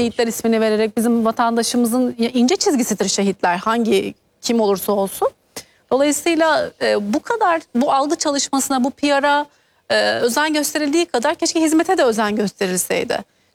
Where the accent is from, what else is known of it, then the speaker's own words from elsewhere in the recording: Istanbul, Turkey; İstanbul'da doğdum, büyüdüm.